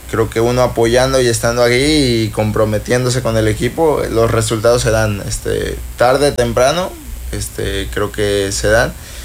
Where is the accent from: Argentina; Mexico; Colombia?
Mexico; Guadalajara, Jalisco; moved away as an adult; now in Cancún, Mexico; soy de Guadalajara.